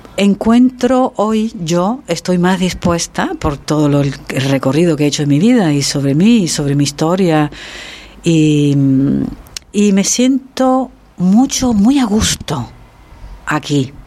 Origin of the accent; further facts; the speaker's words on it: Canary Islands, Spain; now in Italy; Para mí es una vuelta a casa. Diferente a las otras veces. Yo vivo en Italia desde hace 36 años